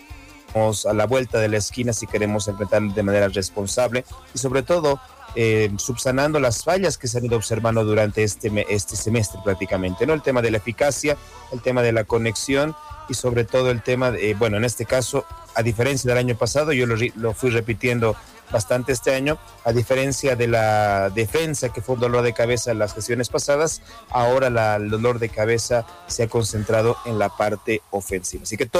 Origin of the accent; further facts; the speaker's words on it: Bolivia; la casa que tenemos como bolivianos